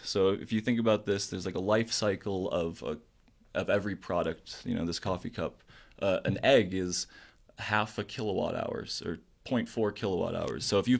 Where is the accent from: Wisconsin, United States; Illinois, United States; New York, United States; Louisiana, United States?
Illinois, United States; Chicago; I grew up in Chicago, and WBEZ, so love radio.